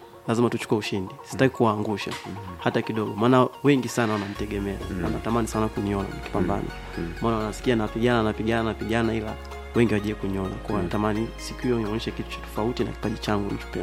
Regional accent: Iringa, Tanzania; born there; Ni wa Frelimo. Mimi ni mzaliwa wa Frelimo.

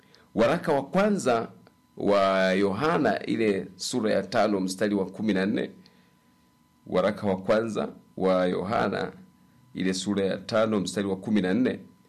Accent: Njombe, Tanzania; Kule kwetu miaka ya nyuma kule Njombe

